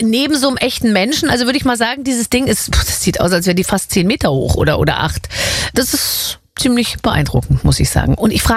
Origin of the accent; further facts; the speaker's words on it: Gröbenzell, Bavaria, Germany; vielleicht sogar meine Heimatgemeinde Gröbenzell auf mich zukommt und sagt … wir sind bereit für eine Bronzestatue.